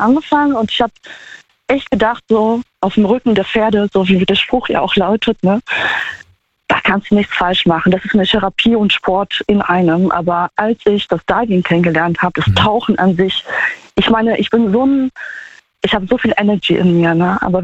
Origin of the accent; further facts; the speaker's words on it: Poland; Ich komme auch aus Polen, ich bin jetzt auch nicht in Gold geboren, sag ich jetzt mal.